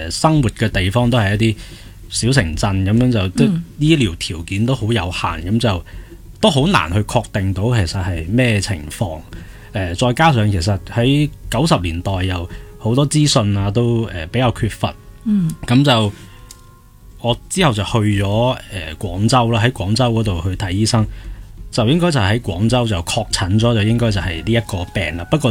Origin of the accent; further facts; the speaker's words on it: China; moved away; 因为我系在内地出世和长大的，大概是我一岁的时候，即是1995年咁上下啦。